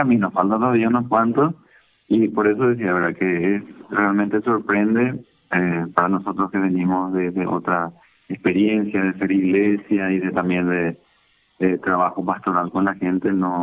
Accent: Carmen del Paraná, Itapúa, Paraguay; Bueno, yo soy de Carmen del Paraná, Itapúa, pero soy misionero redentorista.

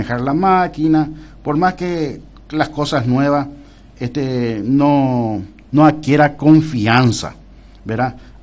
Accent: Paraguay; Somos todos paraguayos por sobre todas las cosas.

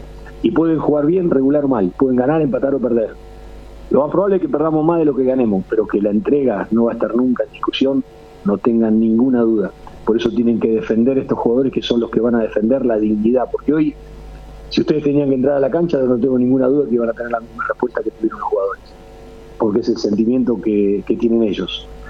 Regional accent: Argentina; now in Paraguay; yo le voy a decir una cosa como argentino, no como, como técnico de la selección paraguaya.

